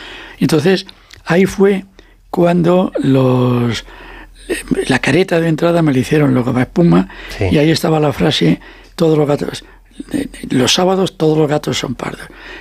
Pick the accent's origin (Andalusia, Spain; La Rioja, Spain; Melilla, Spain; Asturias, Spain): Asturias, Spain; Como yo soy asturiano, digo, ¿de dónde?